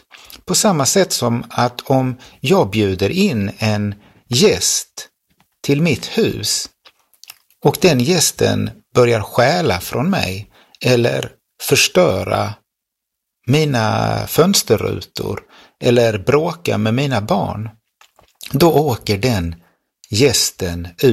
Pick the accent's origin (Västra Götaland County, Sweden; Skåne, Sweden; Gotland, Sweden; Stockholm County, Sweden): Skåne, Sweden; Lund; när jag var liten i Lund